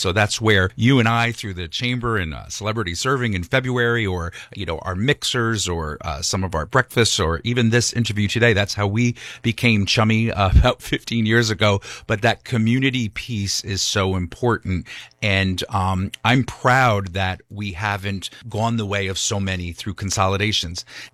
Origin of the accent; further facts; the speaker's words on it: Wallkill, New York, United States; I was born and raised in Wallkill, New York, in Ulster County. … I'm the 13th generation. My sons and daughter are the 14th generation. So we settled here in the Kingston area and didn't go very far, Wallkill